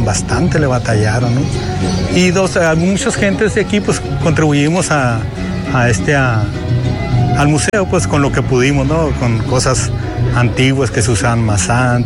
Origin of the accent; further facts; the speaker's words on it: Trincheras, Sonora, Mexico; now in Benjamín Hill, Mexico; yo nací allá en Trincheras.